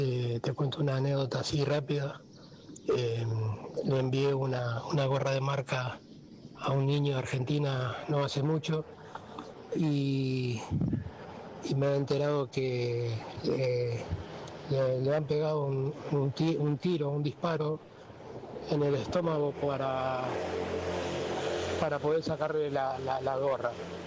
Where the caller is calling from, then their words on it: Vilanova i la Geltrú, Catalonia, Spain; de Barcelona. Precisamente cerca de Siches, estoy al lado de Siches, en un pueblo llamado Vilanova y la Geltrú.